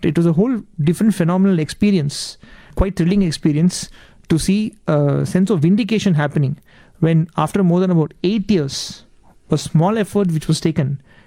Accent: India; as an Indian

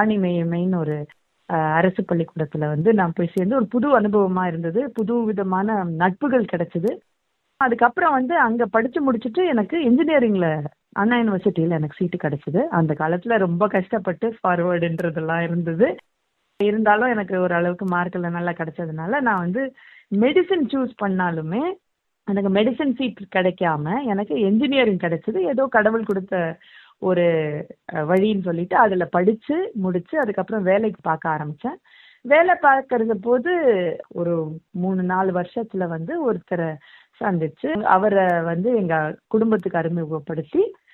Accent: Chennai, Tamil Nadu, India; நான் சென்னையில் இருக்கேன். பிறந்து வளர்ந்தது எல்லாமே சென்னையில் தான். என்னுடைய பூர்வீகம் பார்த்தீங்கன்னாக்கா எங்கள் அப்பா அம்மாவுடைய பூர்வீகம் தான் சென்னையை விட்டு வெளியில்

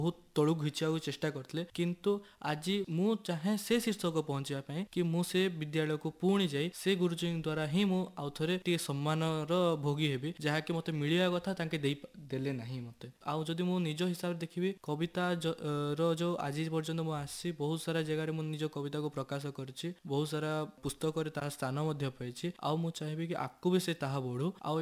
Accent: Odisha, India; ଆମେ ଓଡ଼ିଆ କହିବା ମାଧ୍ୟମରେ ସେ ମଧ୍ୟରେ ଆମେ ଲାଜ କରୁଛୁ ଦୁନିଆ ସାମ୍ନାରେ।

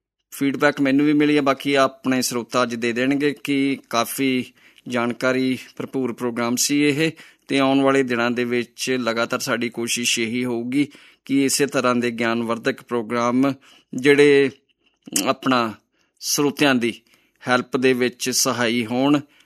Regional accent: Malwa, India; born there; ਮੈਂ ਮਾਲਵੇ ਦੀ ਮਿੱਟੀ ਦੇ ਵਿੱਚ ਜਨਮ ਲਿਆ

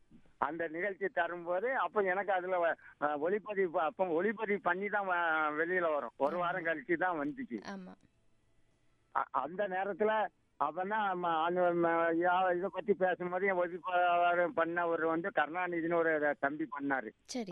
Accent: Tamil Nadu, India; born there; now in Chennai, India; நான் வந்து பிறந்த ஊரை தான் நான் எழுதிக்கிட்டு இருக்கேன்.

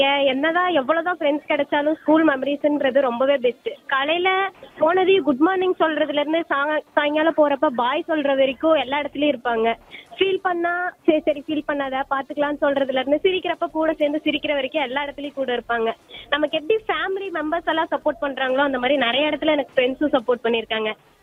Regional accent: Karattupalayam, Tamil Nadu, India; Karattupalayam, Tiruchengode.

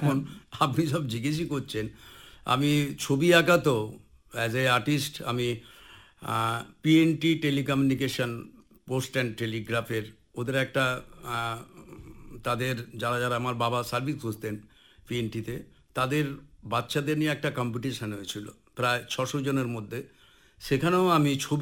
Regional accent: India; একজন ইন্ডিয়ান হিসাবে as a singer

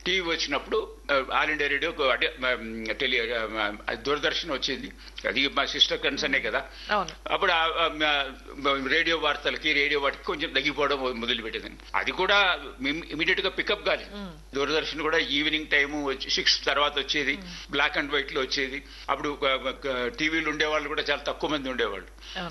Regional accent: Kadapa, Andhra Pradesh, India; నేను ఇంకా స్కూల్లో ఉండగానే మొట్టమొదటిసారి కడపలో కూడా మా నేటివ్ ప్లేస్ లో రిలే స్టేషన్ పెట్టారు

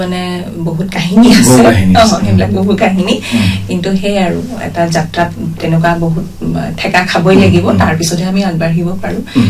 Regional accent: Assam, India; মই নিজকে গোৱালপৰীয়া বুলি কৈ বেছি মানে ভাল পাওঁ

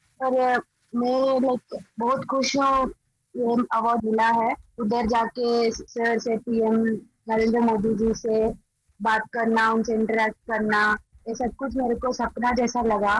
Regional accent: Andhra Pradesh, India; मैं आंध्र प्रदेश से हूँ

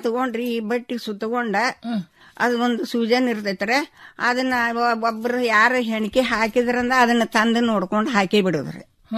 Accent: Karnataka, India; ನಮ್ಮೂರು ಶೇಗುಣಶೇರಿ, 4ನೇ ತನಕ ಕಲ್ತೇನ್ರಿ.

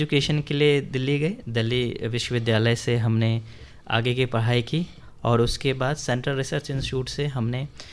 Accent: Bihar, India; मैं मधुबनी जिला का रहने वाला हूँ, मधुबनी जिला से

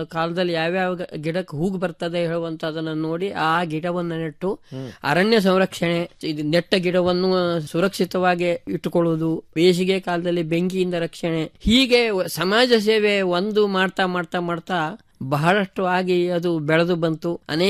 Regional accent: Yellapur, Karnataka, India; ವಯಸ್ಸು 67. ನಾನು ಹುಟ್ಟಿದ್ದು ಯಲ್ಲಾಪುರದಿಂದ ಸಾಧಾರಣ 13-14 ಕಿಲೋಮೀಟರ್ ದೂರ, ಕುಗ್ರಾಮ, ಘಟ್ಟದ ಪ್ರದೇಶ. ಹೋಗ್ಲಿಕ್ಕೆ ರಸ್ತೆ ಇಲ್ಲ

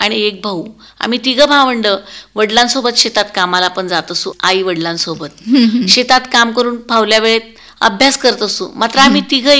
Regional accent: Marwad, Maharashtra, India; माझं बालपण अमळनेर तालुक्यातील मारवड या गावी गेलं। माझे वडील सालगडी म्हणून काम करत असत

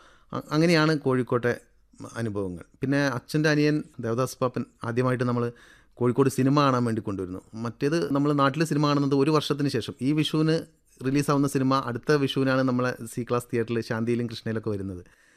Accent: Vallikkunnu, Kerala, India; born there; also born or lived in Uppatti, Nilgiris, Tamil Nadu / Kallai, Kozhikode; അച്ഛൻ പക്ഷേ ഞാനൊക്കെ ജനിച്ച സമയത്ത് തന്നെ വള്ളിക്കുന്നിലേക്ക് താമസം മാറിയിട്ടുണ്ട്. അമ്മയുടെ കല്യാണം കല്ലായിലേക്കായിരുന്നു, പക്ഷേ പിന്നീട് ഞാൻ താമസിക്കുന്നത് വള്ളിക്കുന്നായിരുന്നു. പക്ഷേ ആ സമയത്ത് ഞാൻ നീലഗിരിയിലായിരുന്നു. അമ്മയുടെ വീട്ടിൽ നിന്നിട്ടാണ് ഞാൻ 5-ാം ക്ലാസ് വരെ പഠിച്ചത്

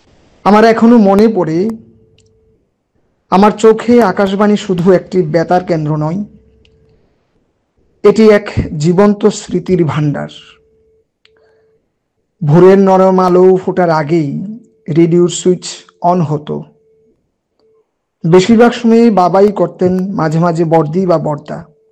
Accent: Kakraban, Tripura, India; born there; now in Agartala, India; আমার জন্ম হয়েছিল কাকড়াবনে, যদিও বর্তমানে কাজের নিরিখে আমাকে আগরতলায় থাকতে হয়।

